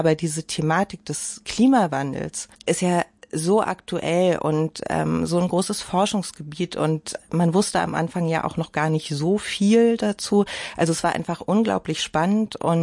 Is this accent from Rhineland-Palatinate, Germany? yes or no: no; Berlin, Germany; In Frohnau mit Garten und die Zeit im Wedding hat sich zum Glück, möchte ich jetzt sagen, auf meine ersten zwei Lebensjahre beschränkt